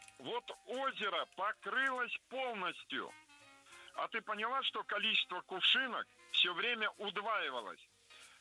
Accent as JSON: {"language": "Russian", "town": "Chelyabinsk", "region": "Chelyabinsk Oblast", "country": "Russia", "said": "Вот я сам из Челябинска."}